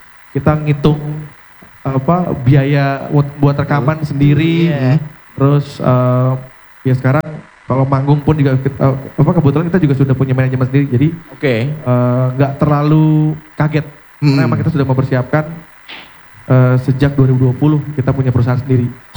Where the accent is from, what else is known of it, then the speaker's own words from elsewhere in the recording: Ciledug, Banten, Indonesia; Memang kita kan tumbuh di di Cilduk itu ya, di Jalan Cilduk Raya. Kita raised in Cilduk lah gitu ya.